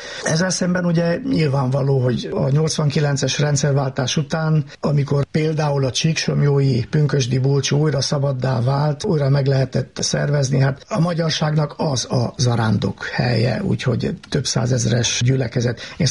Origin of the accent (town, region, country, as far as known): Székely Land, Romania; also born or lived in Erdővidék; now in Kalotaszeg, Romania